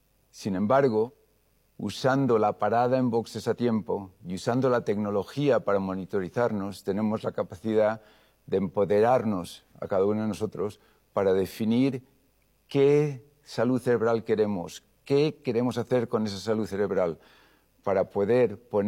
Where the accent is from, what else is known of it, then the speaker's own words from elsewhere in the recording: Valencian Community, Spain; now in Boston, United States; Soy valenciano